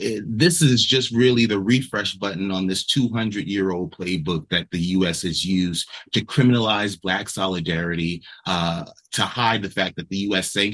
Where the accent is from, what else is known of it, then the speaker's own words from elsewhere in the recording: New York City, New York, United States; I was born in New York City, lived in every borough except for Queens. I attended both public and private schools. I had the diverse upbringing to live in some of the richest neighborhoods in New York City, but also some of the poorest neighborhoods in New